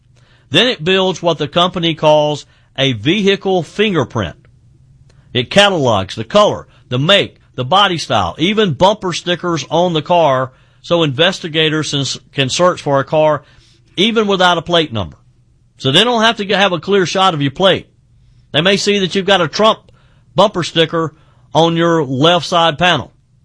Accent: South Carolina, United States; in my home state of South Carolina

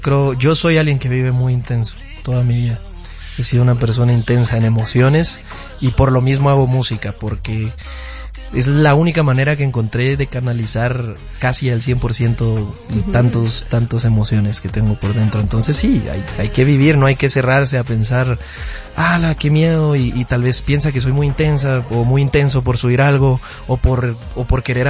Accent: Guatemala City, Guatemala Department, Guatemala; Yo soy de la zona 5, que es un barrio de Guatemala, digámoslo así, donde yo tuve la oportunidad de crecer.

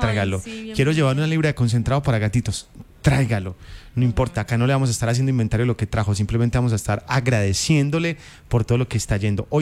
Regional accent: Colombia; importa que hoy somos colombianos, que no podemos polarizarnos en este momento

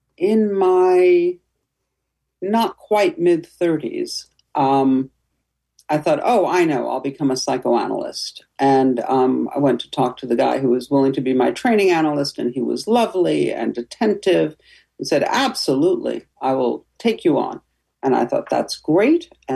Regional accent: New York, United States; now in Connecticut, United States

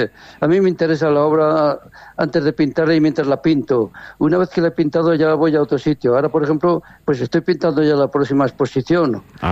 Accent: Teruel, Aragon, Spain; aquí a mi tierra, a Teruel

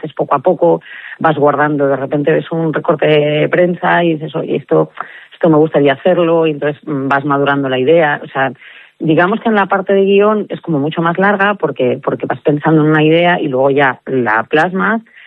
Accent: Madrid, Community of Madrid, Spain; moved away; porque yo sí en su momento lo di, hace 20 años, me vine de Madrid, y ves que el paso desde luego cuesta, porque tienes tus raíces

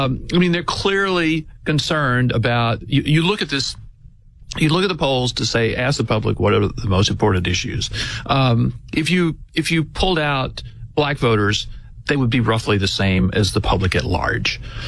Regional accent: Alabama, United States; Yeah, and you know, and I hear, I'm from Alabama, but I hear there's a lot of football in Michigan, you know, big stadiums.

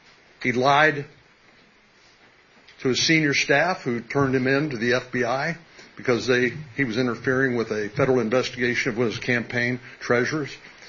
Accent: San Antonio, Texas, United States; also born or lived in Houston; I was actually born in Houston, although I grew up in San Antonio.

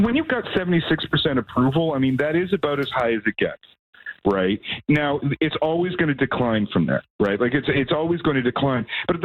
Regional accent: Edmonton, Alberta, Canada; moved away; I'm from Edmonton, right? I remember the winters

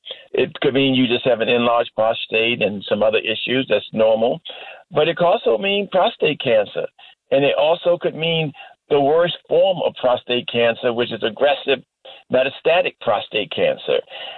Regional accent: Washington, District of Columbia, United States; I'm a third-generation Washingtonian, born and bred in Shaw area of Northwest Washington

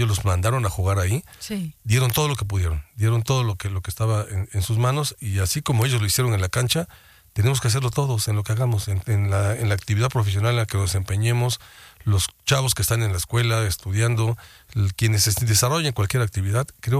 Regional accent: Mexico; como mexicanas y mexicanos que somos

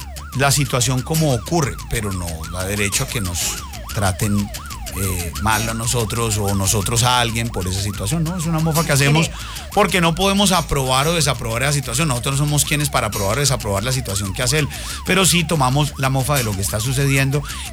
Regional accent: Colombia; el que nos representa a nosotros como colombianos

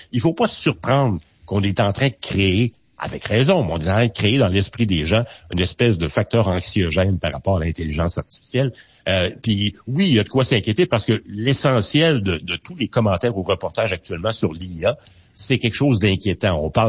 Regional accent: Quebec, Canada; chez nous au Québec

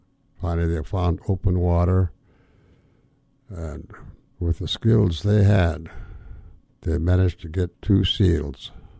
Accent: Dry Bay, Alaska, United States; born there; I'm a trinket Indian, an Eagle Thunderbird. I was born in Dry Bay, about 65 miles below Yakutat.

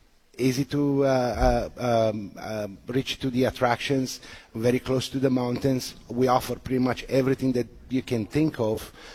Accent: Transylvania, Romania; English is a second language; moved away; I was born and raised in Romania, in Transylvania, and it's a very, very similar.

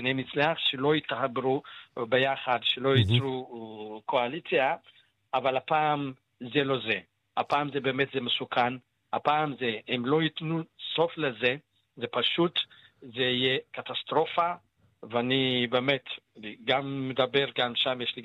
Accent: Ethiopia; now in Israel; במיוחד אתיופיה, מדינה שהיינו גדלנו, נולדנו בה

